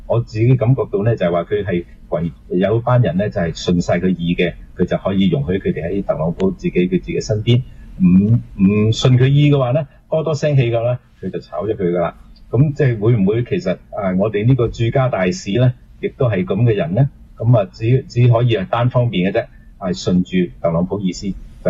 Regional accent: Canada; 既然住咗喺呢個國家，就亦都反映翻俾特朗普睇，我哋加拿大人嗰個意願咧

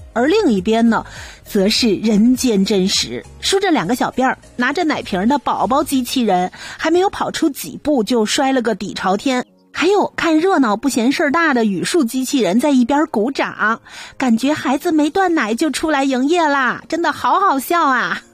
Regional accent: Canada; 真的是展现了我们加拿大人这种大家玩大家乐的心态

